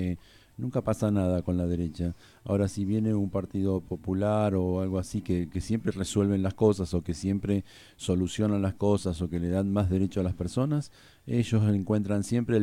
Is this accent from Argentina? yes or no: yes; Argentina; nuestra cabeza como argentinos